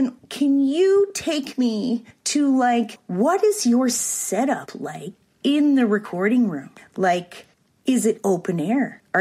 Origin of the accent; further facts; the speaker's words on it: Cape Breton, Nova Scotia, Canada; And I'm from Cape Breton.